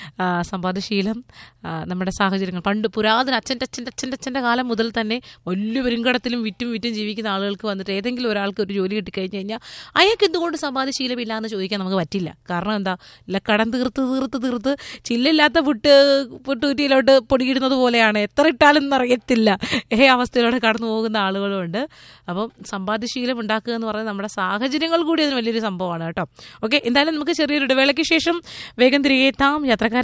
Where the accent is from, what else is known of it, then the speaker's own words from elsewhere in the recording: Karunagappally, Kerala, India; എൻ്റെ നാട്ടുകാർ, എൻ്റെ പ്രിയപ്പെട്ട കരുനാഗപ്പള്ളിക്കാരെന്ന് ഞാൻ വിശ്വസിക്കുന്നു.